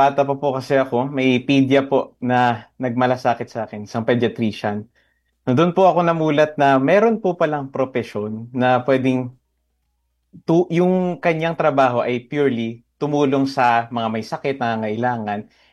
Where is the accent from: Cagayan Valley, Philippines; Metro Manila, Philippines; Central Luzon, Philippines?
Central Luzon, Philippines; Ako po ay from Zambales din po. Tubang Zambales.